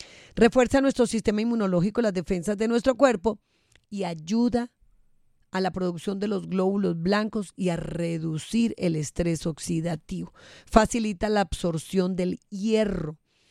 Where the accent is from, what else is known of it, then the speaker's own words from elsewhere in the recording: Boyacá, Colombia; Yo boyacense de pura cepa.